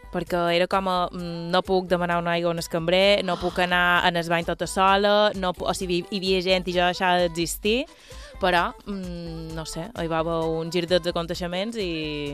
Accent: Inca, Balearic Islands, Spain; molt de hate he rebut per ser d'Inca

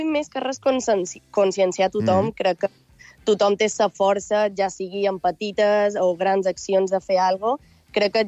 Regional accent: Mallorca, Balearic Islands, Spain; soc de Mallorca

